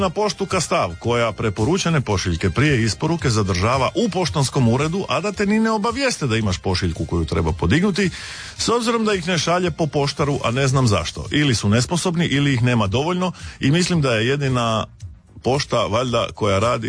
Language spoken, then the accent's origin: Croatian; Istria County, Croatia; Bogu hvala, ja sam Istrijan.